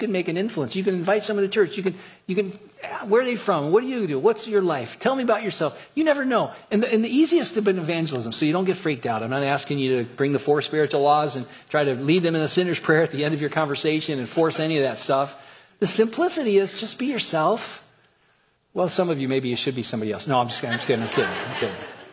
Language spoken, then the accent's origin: English; New Jersey, United States; I'm from New Jersey and I'm escaping the storm.